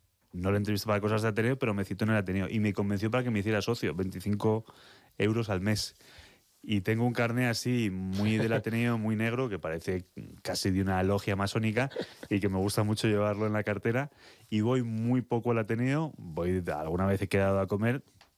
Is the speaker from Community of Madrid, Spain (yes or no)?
yes; Madrid, Community of Madrid, Spain; Soy de Madrid de toda mi vida, sí. Lo que pasa es que mi padre era de Baños de la Encina, provincia de Jaén, y mi madre es, felizmente, de Jerez de la Frontera, provincia de Cádiz.